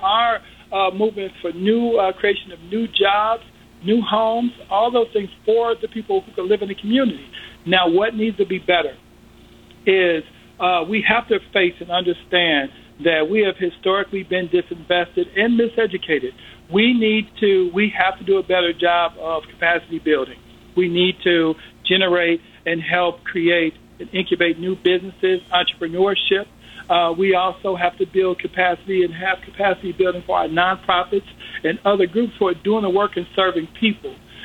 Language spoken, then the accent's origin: English; Chicago, Illinois, United States; I grew up on the West Side. I grew up in Austin. My family moved there in 1970 when I was one.